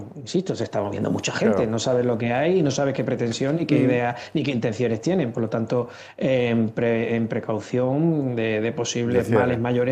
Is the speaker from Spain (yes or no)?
yes; Ceuta, Spain; born there; como ceutí, yo soy ceutí, nacido en Ceuta desde varias generaciones